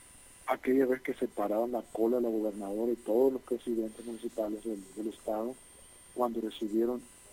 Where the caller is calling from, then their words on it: Tijuana, Baja California, Mexico; Yo vivo aquí en la colonia Cacho, en Tijuana.